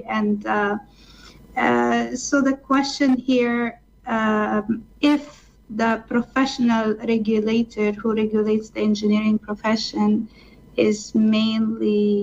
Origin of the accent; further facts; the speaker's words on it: Canada; So I'm very proud of being a Muslim and a Canadian.